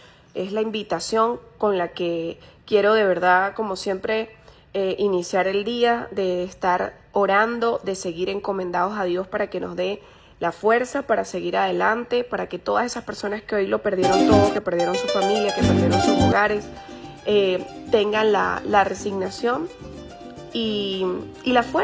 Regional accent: Venezuela; Incluso hay gente que me conmueve demasiado, y esos somos los venezolanos, gente que ya lo perdió todo

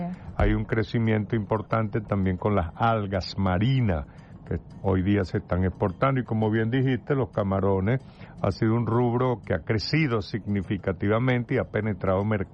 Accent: Guárico, Venezuela; como somos llaneros, en mi casa se consumía mucha carne bovina.

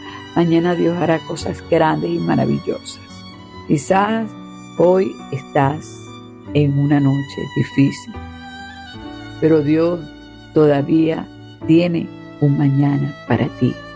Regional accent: Venezuela; somos como buenos venezolanos

